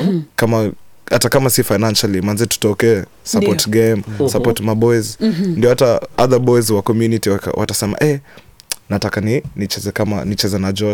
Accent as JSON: {"language": "Swahili", "country": "Kenya", "said": "tukiulizo wewe ni wewe umetoka wapi unasema Kenya"}